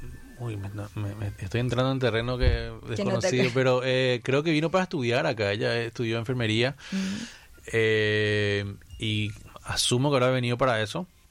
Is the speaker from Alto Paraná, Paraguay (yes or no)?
no; Asunción, Paraguay; moved away as an adult; now in Lambaré, Paraguay; soy acá de Asunción, en Gran Asunción, ahora vivo en Lambaré.